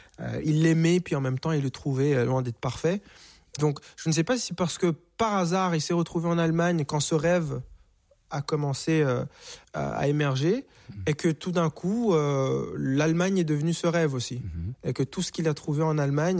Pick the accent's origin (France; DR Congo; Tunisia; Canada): Canada; Par exemple, quand je suis aux États-Unis et qu'on me demande d'où je viens, je dis que je suis canadien.